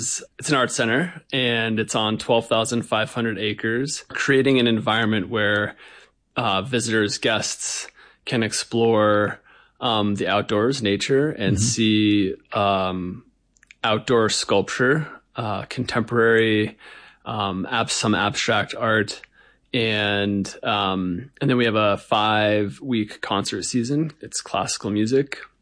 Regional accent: Eagle River Valley, Colorado, United States; now in Montana, United States; I grew up in a little valley called West Lake Creek, which is runs into the Eagle River Valley. So it's just down the road from Vail, the ski area, the ski resort.

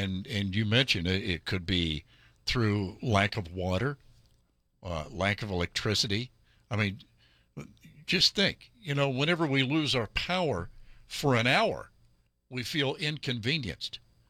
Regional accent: Midwest, United States; moved away; my hometown in the Midwest

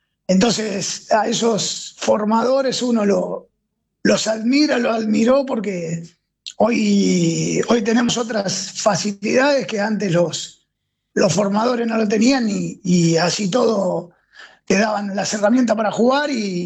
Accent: Argentina; De Becker, yo soy de Becker.

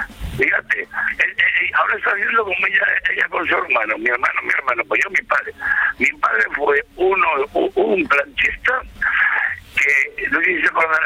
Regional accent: Gallur, Aragon, Spain

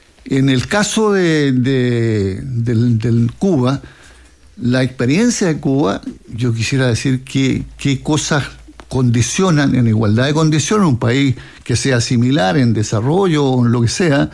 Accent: Chile; Yo soy chileno, por lo demás, ¿no?

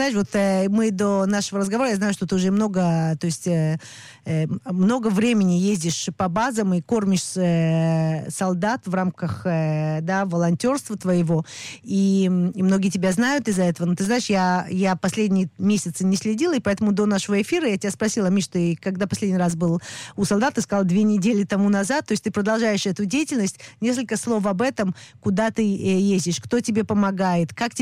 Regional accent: Moscow, Russia; Хотя мы приехали из Москвы, но у нас была семья, то есть родственники, которые жили в Узбекистане

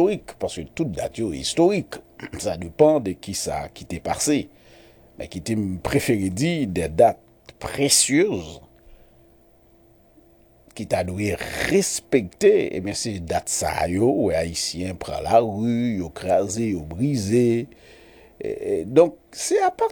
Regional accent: Haiti; On se dit on est haïtien, tout simplement parce qu'on est né en Haïti.

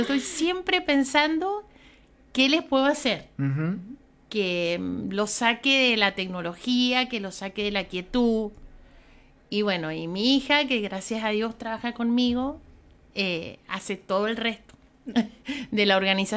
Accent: Coquimbito, Mendoza, Argentina; Porque nosotros somos de Coquimbito.

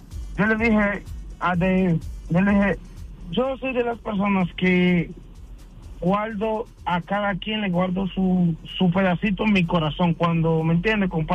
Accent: Dominican Republic; No, yo no soy maracucho. No.

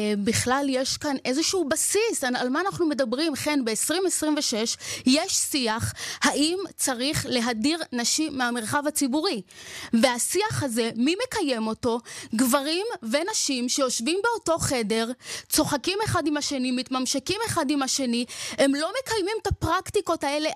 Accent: Bnei Brak, Tel Aviv District, Israel; אבל אני הגעתי מבני ברק.

